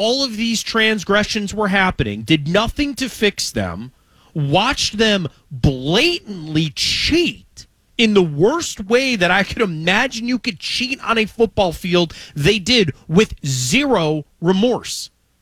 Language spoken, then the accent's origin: English; Ohio, United States; I am an Ohio State fan. I live in Ohio. I'm from Ohio.